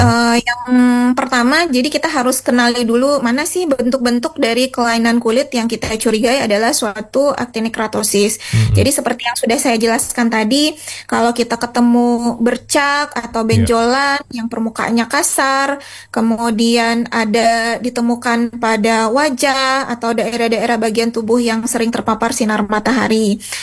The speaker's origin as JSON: {"language": "Indonesian", "country": "Indonesia", "said": "kita orang Asia, terutama Indonesia"}